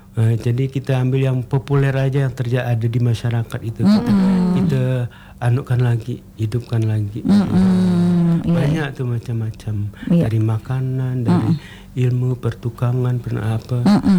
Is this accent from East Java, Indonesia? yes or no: no; West Kalimantan, Indonesia; Jadi kita nih orang Kalimantan Barat